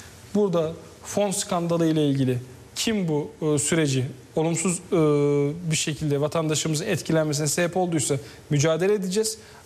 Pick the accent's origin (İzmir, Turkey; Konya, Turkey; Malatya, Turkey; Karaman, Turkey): İzmir, Turkey; Biliyorsunuz ben İzmir milletvekiliyim. Evet. Doğma büyüme İzmirliyim.